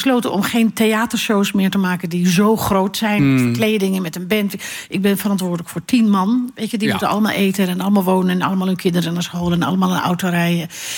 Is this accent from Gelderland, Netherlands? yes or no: no; Alkmaar, North Holland, Netherlands; also born or lived in Schagen; En eigenlijk hebben we dat gelinkt aan de jaren 70, waar mijn jeugd ligt in Alkmaar en in Schagen.